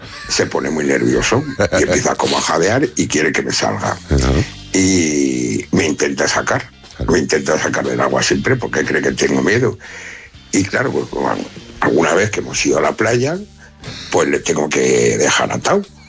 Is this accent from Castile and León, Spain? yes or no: yes; Segovia, Castile and León, Spain; soy de Segovia.